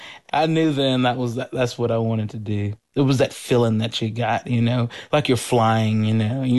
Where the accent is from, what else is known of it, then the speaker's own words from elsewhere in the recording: Town Creek, Alabama, United States; Well, I grew up in Town Creek. That's probably about 45 minutes away from Muscle Shoals.